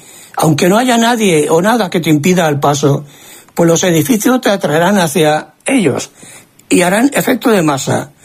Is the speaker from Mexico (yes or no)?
no; Barcelona, Catalonia, Spain; Hola, fareros … de Barcelona.